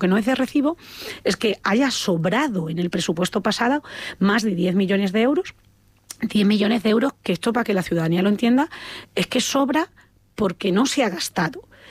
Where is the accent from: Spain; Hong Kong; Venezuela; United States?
Spain; Talavera de la Reina, Castilla-La Mancha; estamos pagando los talaveranos en la ciudad de Talavera